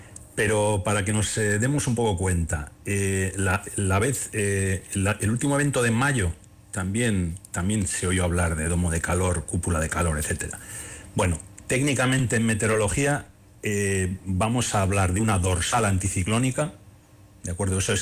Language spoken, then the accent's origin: Spanish; Basque Country, Spain; Cuando digo nos, me refiero como habitante de la península ibérica, ¿de acuerdo? No como vasco.